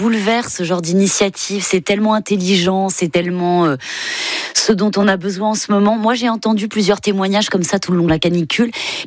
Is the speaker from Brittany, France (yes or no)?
yes; Concarneau, Brittany, France; C'est une grande plage sur laquelle je continue à me recueillir très régulièrement quand je retourne chez moi à Concarneau. Il y avait le bateau de mon père qui pourrissait